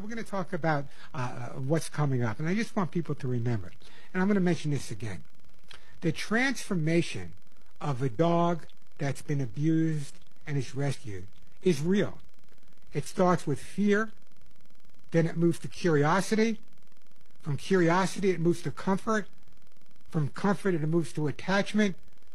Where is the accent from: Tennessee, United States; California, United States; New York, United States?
New York, United States; Yeah, I know, I'm from New York. I lost my accent, but I still have a little of it.